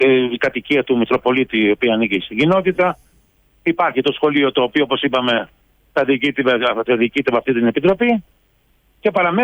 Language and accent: Greek; Greece; born there; Γεννήθηκα στην Ελλάδα.